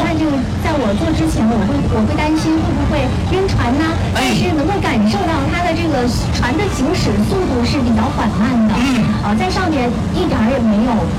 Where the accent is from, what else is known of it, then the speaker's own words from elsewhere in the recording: Yingkou, Liaoning, China; 我们的家乡大营口